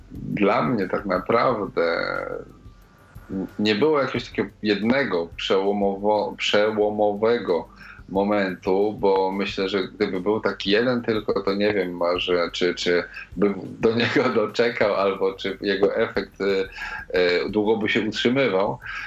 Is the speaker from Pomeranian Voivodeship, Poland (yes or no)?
yes; Pomeranian Voivodeship, Poland; słuchaj, ja jestem tym gościem z Pomorza, który coś tam.